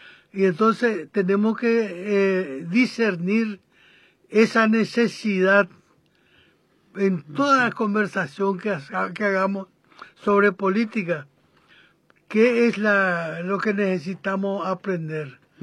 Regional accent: Paraguay; Me doy cuenta que no somos políticos los paraguayos.

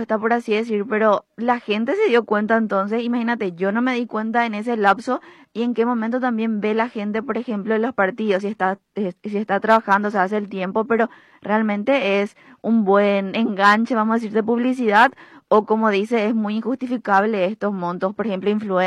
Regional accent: Paraguay

